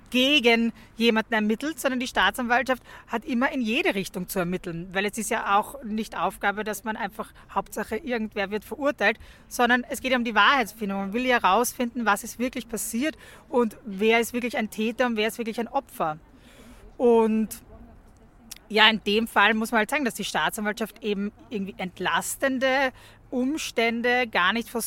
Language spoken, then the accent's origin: German; Austria